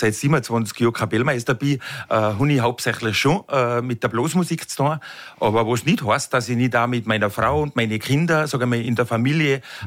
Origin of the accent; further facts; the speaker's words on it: Oberau, Tyrol, Austria; Ich bin aus Mühltal.